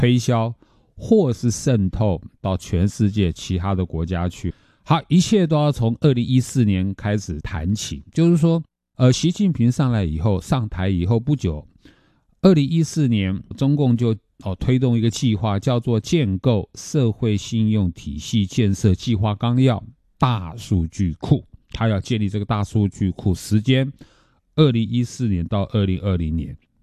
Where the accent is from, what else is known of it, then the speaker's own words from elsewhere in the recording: Taiwan; 过去我们常说我们台湾人去中国不是常常有被留置啊